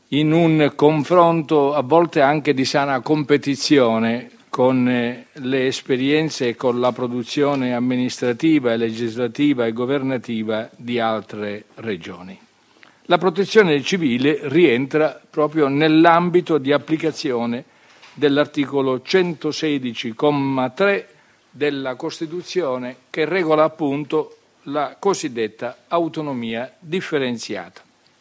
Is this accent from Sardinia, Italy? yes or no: no; Sicily, Italy; lo dico da siciliano, mi si consente di accostarmi a questo tema nella consapevolezza che a un siciliano tutto si può chiedere tranne di non essere autonomista.